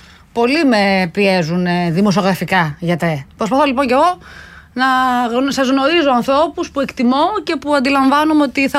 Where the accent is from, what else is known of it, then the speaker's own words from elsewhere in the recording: Peloponnese, Greece; στο χωριό μου, την Πελοπόννησο.